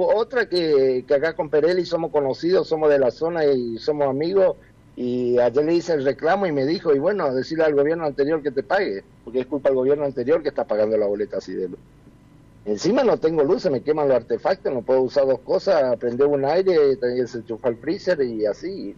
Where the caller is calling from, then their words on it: La Tigra, Chaco, Argentina; Yo soy de La Tigra.